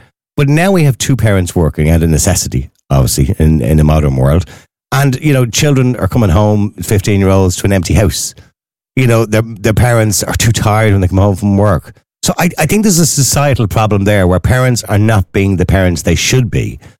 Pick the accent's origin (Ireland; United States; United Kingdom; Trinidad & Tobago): Ireland; Dublin, Leinster; I'm from Eadmore. Eadmore was a very rough place.